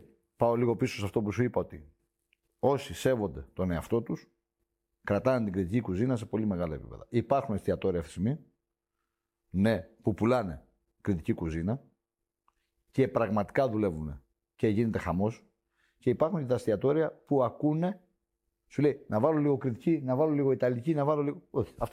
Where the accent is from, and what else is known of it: Crete, Greece